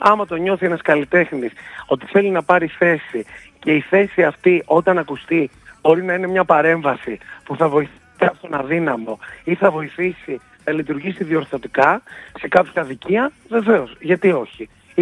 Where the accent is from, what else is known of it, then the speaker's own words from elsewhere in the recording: Greece; που είμαστε Έλληνες, από τα ίδια σόγια, από τα ίδια σπίτια